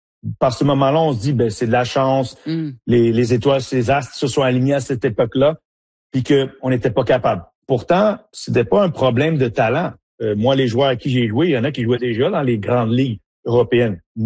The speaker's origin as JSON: {"language": "French", "town": "Montreal", "region": "Quebec", "country": "Canada", "tie": "born or raised there", "said": "Je suis né, moi, à Montréal. Donc, quand j'ai vu ça, je me suis dit, ah, ben, c'est pas juste jouer dans ma cour puis dans ma ville."}